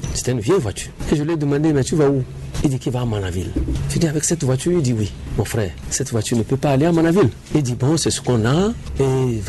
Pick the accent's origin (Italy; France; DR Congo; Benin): Benin; moved away; Moi aussi, j'ai expliqué que je venais de Boycon. Je ne suis pas né à Cotonou